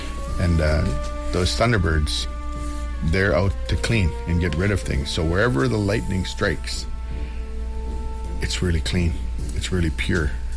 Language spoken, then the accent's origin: English; Sault Ste. Marie, Ontario, Canada; I'm originally from Baoting here, Sault Ste. Marie, the center of the Great Lakes, and the surrounding villages.